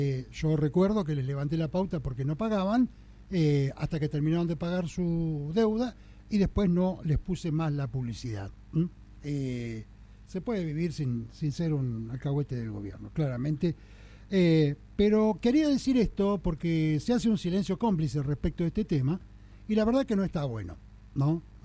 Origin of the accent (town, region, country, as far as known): Tierra del Fuego, Argentina